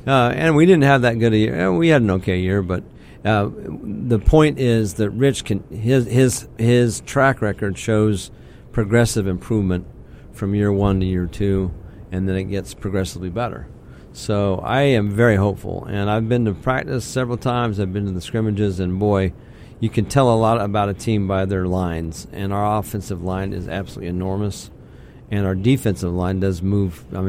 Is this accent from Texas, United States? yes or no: yes; Dallas, Texas, United States; And look, I grew up in Dallas, Texas, so I love the old Cowboys with Roger Staubach and Tom Landry